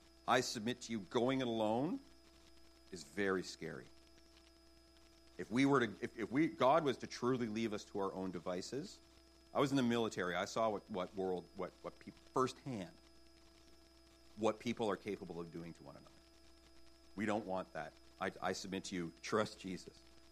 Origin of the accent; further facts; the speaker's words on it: Canada; I'm Canadian, right?